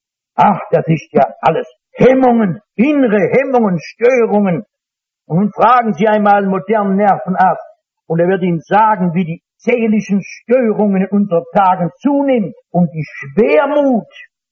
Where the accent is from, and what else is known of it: North Rhine-Westphalia, Germany